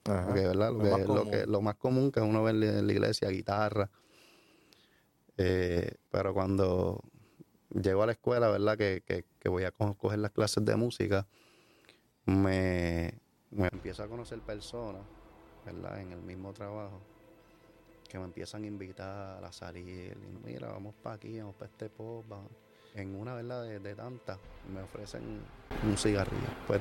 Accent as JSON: {"language": "Spanish", "town": "Carolina", "country": "Puerto Rico", "tie": "born or raised there", "said": "soy de, ¿verdad?, donde nací fue en Carolina, me crié, ¿verdad?, en el barrio de Buenavista."}